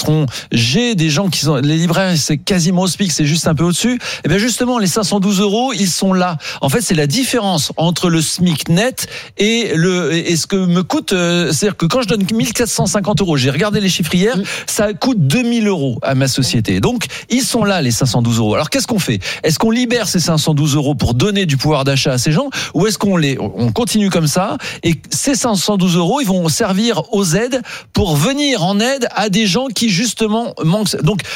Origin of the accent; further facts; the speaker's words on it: Grand Est, France; je suis lorrain d'origine, oui, aussi